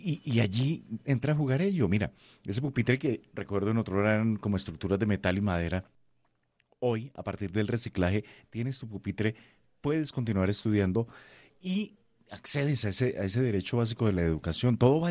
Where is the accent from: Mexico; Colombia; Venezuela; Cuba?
Colombia; todos como colombianos